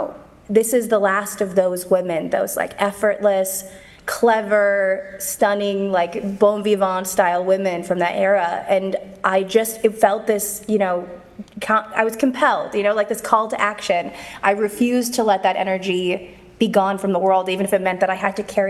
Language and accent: English; Canada; So, and I'm Canadian, so it's even worse.